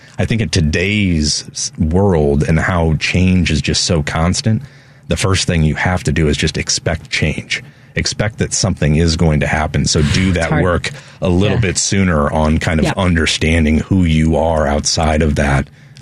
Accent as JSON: {"language": "English", "town": "St. Louis", "region": "Missouri", "country": "United States", "tie": "born or raised there", "said": "St. Louis."}